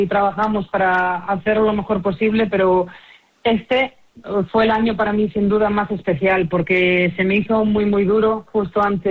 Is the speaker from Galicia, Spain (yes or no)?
yes; Cangas, Galicia, Spain; Este año hago un cambio de club y me incorporo pues al club de mi pueblo y donde empecé, y pues voy a empezar la labor de preparadora física y entrenadora en el club de remo de Cangas.